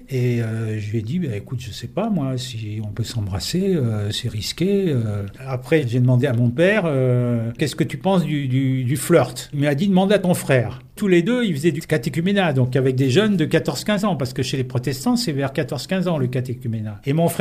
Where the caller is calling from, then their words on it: Paris, Île-de-France, France; chez nous, à Paris